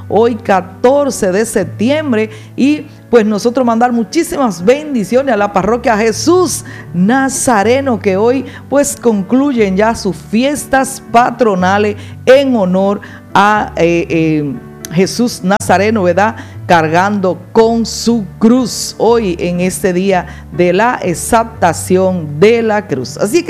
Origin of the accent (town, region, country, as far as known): Dominican Republic